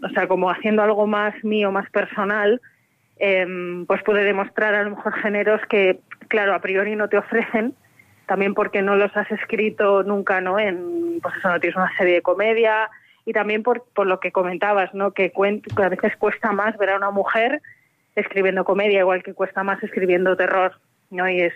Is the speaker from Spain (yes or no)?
yes; Zamora, Castile and León, Spain; also born or lived in Benavente; now in Madrid, Spain; Seguro que hay algún guionista más de Zamora